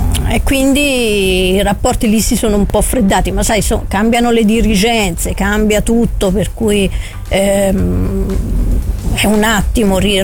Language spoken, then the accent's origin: Italian; Orvieto, Umbria, Italy; moved away; also born or lived in Perugia; io ho vissuto tanti anni a Perugia, ma essendo di Orvieto la targa è TR